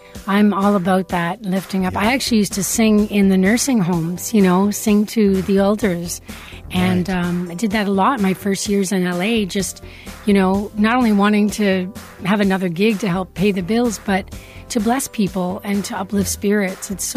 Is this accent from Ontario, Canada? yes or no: yes; Toronto, Ontario, Canada; moved away as an adult; now in Los Angeles, United States; I grew up with hip hop, and I'm from Toronto, you know, Canada, and I'm from, like, I always tell people I'm from the Compton of Toronto.